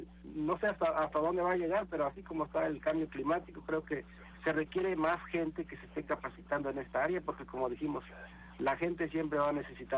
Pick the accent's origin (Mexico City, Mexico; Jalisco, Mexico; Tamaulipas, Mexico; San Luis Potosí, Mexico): Tamaulipas, Mexico; somos de Tamaulipas